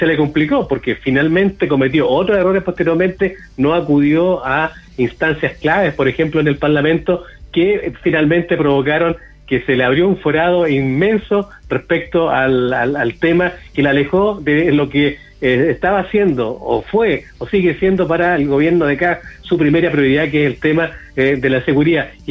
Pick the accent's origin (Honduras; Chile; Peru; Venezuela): Chile